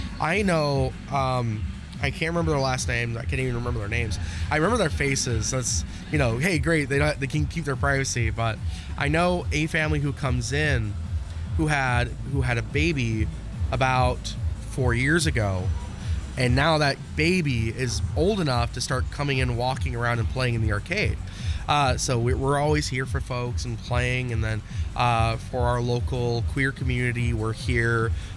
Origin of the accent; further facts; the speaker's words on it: Utah, United States; I was born in 94, Scylla was 92. I'm actually originally from Utah, and there was a place there called the Nickelodeon